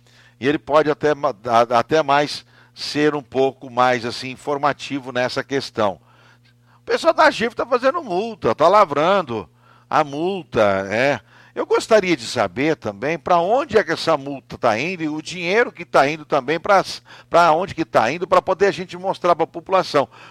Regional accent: Barra do Garças, Mato Grosso, Brazil; eu sou da Águas de Barra do Gás, do Rio Garças, do Rio Araguaia, mas não sou da empresa, não.

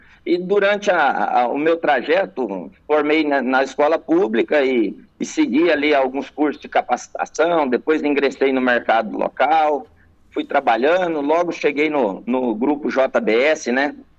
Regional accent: Colíder, Mato Grosso, Brazil; Mas a minha cidade é Colíder, né?

